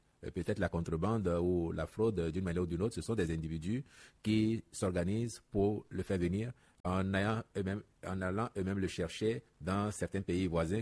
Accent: Benin; chez nous au Bénin

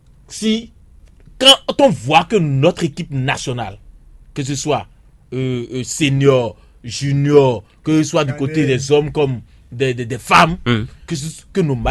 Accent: Benin; nous sommes béninois.

